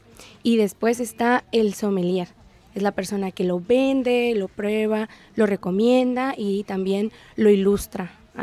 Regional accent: Ensenada, Baja California, Mexico; born there; soy nacida en Ensenada, de hecho

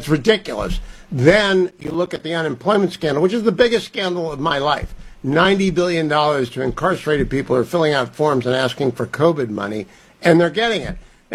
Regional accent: California, United States; moved away; I'm a Californian. I used to be. I left in 2015.

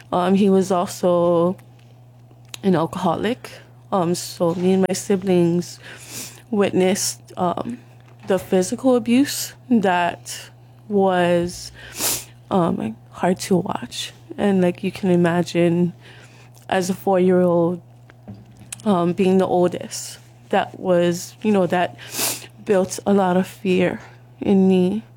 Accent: Waipahu, Hawaii, United States; I grew up in Waipahu, like Pūponohe Street.

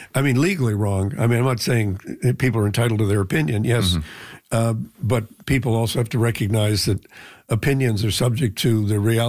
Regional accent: Canada; we, you know, we are the Canadian people and we have the power to do whatever we want to do.

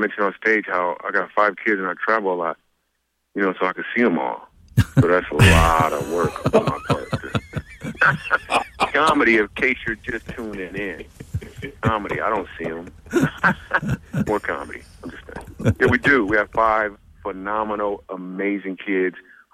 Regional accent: Grand Rapids, Michigan, United States; We grew up in Grand Rapids, Michigan.

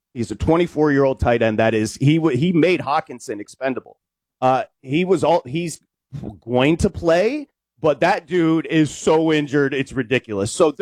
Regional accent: Michigan, United States; I'm 48. I grew up in Michigan.

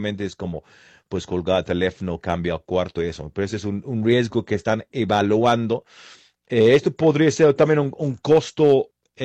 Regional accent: England, United Kingdom; Yo, como soy de Inglaterra

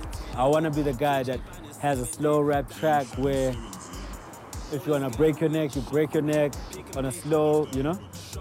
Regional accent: Umlazi, KwaZulu-Natal, South Africa; I grew up in Mlazi, which is like an old township, like as old as Soweto. In 95, my mom got a house in like this new age, new South Africa, RTP township now.

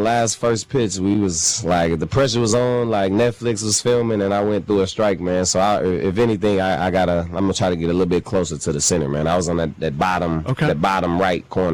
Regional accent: St. Louis, Missouri, United States; So I'm from St. Louis, so I have to be, right?

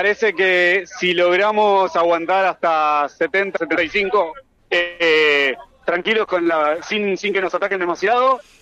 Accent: Argentina; now in Benalmádena, Spain; Somos un grupo de 40, 50 argentinos que jugamos allá al fútbol todas las semanas.

